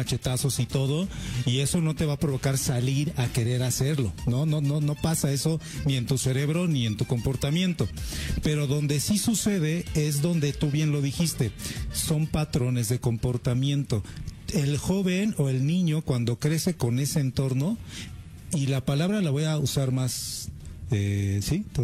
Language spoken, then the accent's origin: Spanish; Ecatepec, State of Mexico, Mexico; Somos de Catepec.